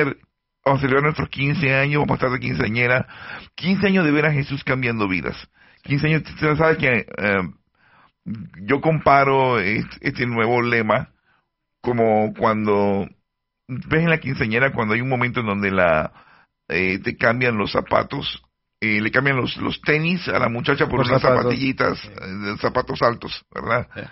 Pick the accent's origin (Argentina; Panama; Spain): Panama; no es que hoy yo descubrí que soy panameño, no, yo antes de los 15 años yo sabía que era panameño